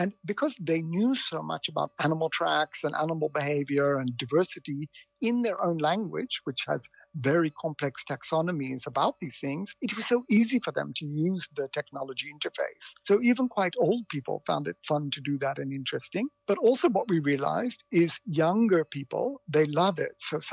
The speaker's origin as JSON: {"language": "English", "country": "South Africa", "said": "I'm South African"}